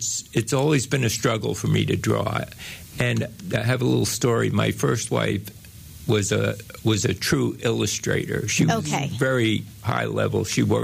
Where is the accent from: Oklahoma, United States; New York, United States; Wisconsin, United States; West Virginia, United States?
New York, United States; New York City; I was born and raised in New York City.